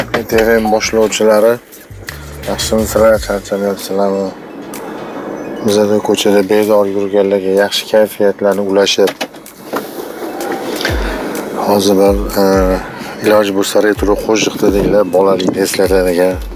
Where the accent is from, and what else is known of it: Tashkent, Uzbekistan; born there